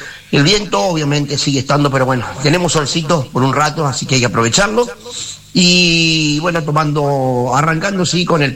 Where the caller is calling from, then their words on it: Vila, Argentina; acá la localidad de Vila